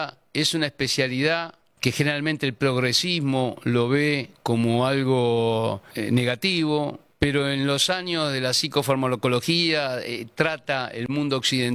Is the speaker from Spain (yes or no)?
no; Buenos Aires, Argentina; Me crié en Constitución, logré terminar la secundaria en el Nacional Buenos Aires